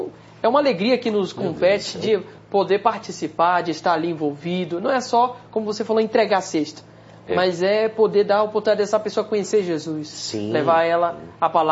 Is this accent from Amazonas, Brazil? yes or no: yes; Amazonas, Brazil; Sou do Amazonas.